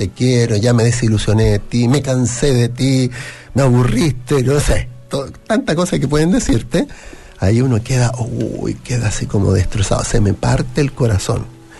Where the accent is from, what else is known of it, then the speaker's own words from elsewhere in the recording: Chile; soy farmacéutico de Chile